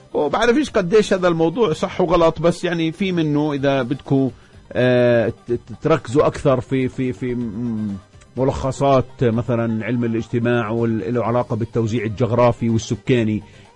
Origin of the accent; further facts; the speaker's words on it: Palestine; كفلسطينيين